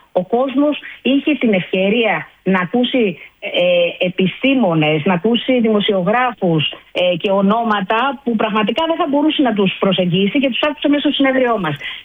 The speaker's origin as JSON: {"language": "Greek", "country": "Greece", "said": "που είμαι Ελληνίδα και ζω εδώ"}